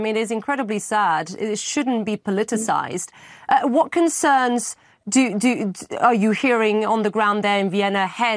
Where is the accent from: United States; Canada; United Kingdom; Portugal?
Portugal; I grew up in Portugal. We grew up with Eurovision, right?